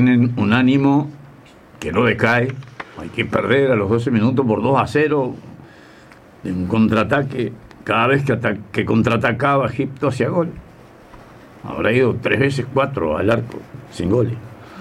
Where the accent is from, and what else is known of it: Uruguay